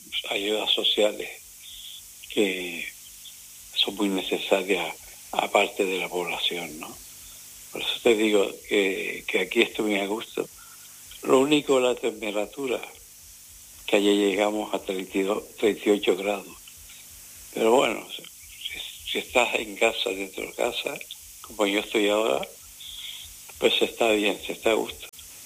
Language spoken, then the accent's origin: Spanish; Las Palmas de Gran Canaria, Canary Islands, Spain; moved away as an adult; also born or lived in Tarfaya / London; mi época en el Risco de San Nicolás, que es donde yo nací y me crié.